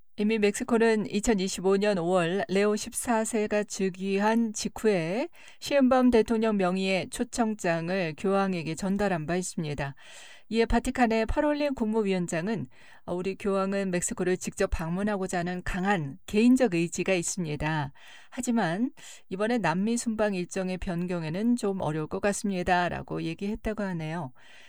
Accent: South Korea; 한국인으로서는 안타깝고 부끄러운 마음이 듭니다

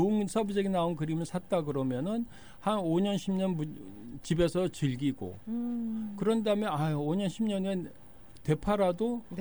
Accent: South Korea; now in United States; 왜냐하면 저는 동양인이 한국 사람이고 거기는 한국 사람들이 외국 동양인이 별로 없거든요.

